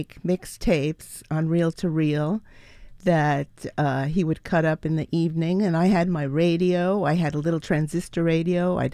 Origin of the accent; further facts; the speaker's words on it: New York City, New York, United States; also born or lived in Buenos Aires, Argentina; I was born in Buenos Aires, mm-hmm. and my family left and emigrated to New York City.